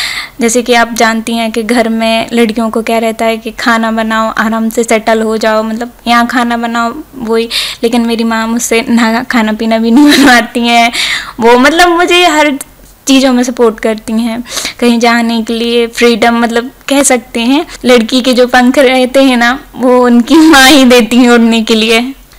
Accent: Banda, Madhya Pradesh, India; now in Sagar, India; मैं बंडा से आती हूँ। मैं सागर में अभी जॉब कर रही हूँ

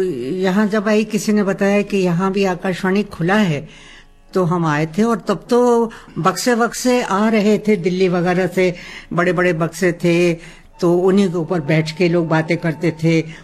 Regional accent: Lucknow, Uttar Pradesh, India; born there; moved away as an adult; now in Indore, India; मैं तो लखनऊ से आई थी और लखनऊ की पढ़ी लिखी थी, लखनऊ से आई थी।

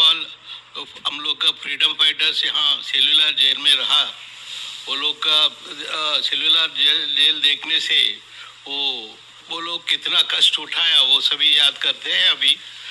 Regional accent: Bengaluru, Karnataka, India; बेंगलुरु से आया हूँ।

